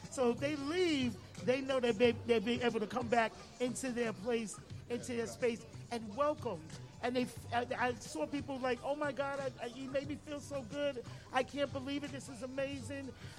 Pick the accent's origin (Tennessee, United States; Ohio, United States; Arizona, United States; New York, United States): New York, United States; New York City; because I grew up in the Bronx in Gun Hill